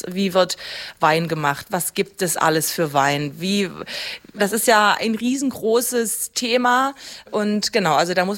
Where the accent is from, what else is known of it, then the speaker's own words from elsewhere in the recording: Höhnstedt, Saxony-Anhalt, Germany; ich komme aus Höhnstedt.